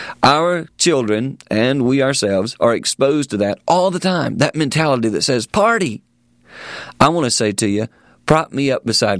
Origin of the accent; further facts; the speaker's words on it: South Carolina, United States; since I'm from South Carolina, every once in a while I'll stop and listen to a country song